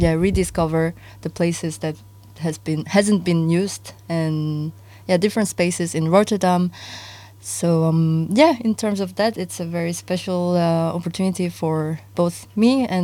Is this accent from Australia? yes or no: no; Seoul, South Korea; moved away as an adult; now in Amsterdam, Netherlands; I'm from South Korea. I grew up in Seoul. I moved to Amsterdam almost 10 years ago for studies